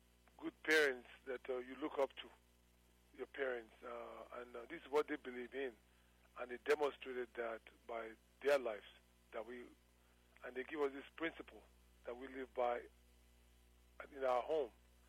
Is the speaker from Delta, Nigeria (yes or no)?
no; Lagos, Nigeria; moved away; I grew up in Lagos, Nigeria